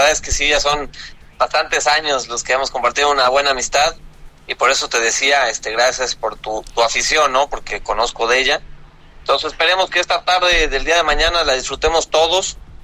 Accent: Zacatecas, Mexico; now in Querétaro, Mexico

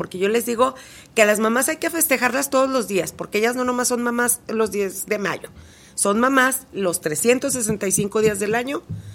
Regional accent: Mexico

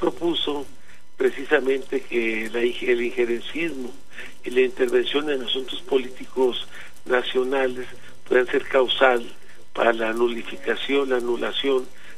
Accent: Zacatecas, Mexico; soy de Zacatecas.

